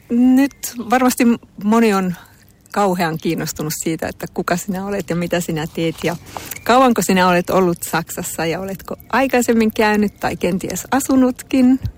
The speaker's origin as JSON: {"language": "Finnish", "town": "Lahti", "region": "Päijät-Häme", "country": "Finland", "tie": "born or raised there", "moved": "yes", "lives_now": "Germany", "said": "mä oon syntynyt Lahdessa ja asunut siihen saakka, kunnes mä lähdin tänne niin Lahdessa."}